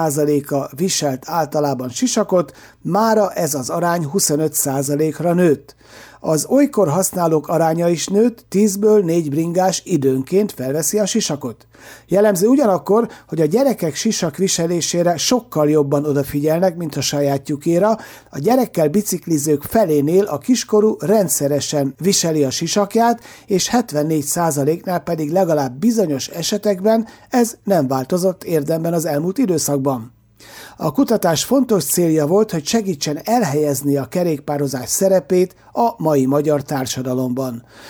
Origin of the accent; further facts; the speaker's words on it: Söjtör, Zala, Hungary; én gyermekkoromban a szomszéd faluban Söjtörön nőttem fel